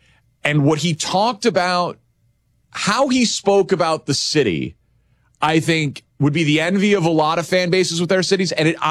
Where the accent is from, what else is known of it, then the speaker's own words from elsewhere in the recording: Chicago, Illinois, United States; And I do want to begin in my hometown of Chicago